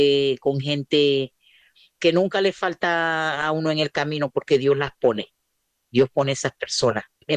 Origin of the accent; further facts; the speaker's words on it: Zulia, Venezuela; moved away as an adult; now in Chile; tengo 52 años, soy venezolana del estado Zulia, emigré hace 9 años